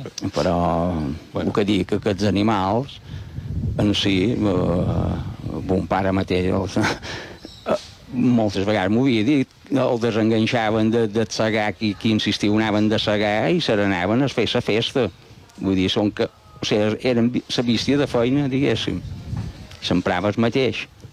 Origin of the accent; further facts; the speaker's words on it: Ciutadella, Balearic Islands, Spain; Jo vaig començar a Ciutadella, som de Ciutadella, i vaig començar allà.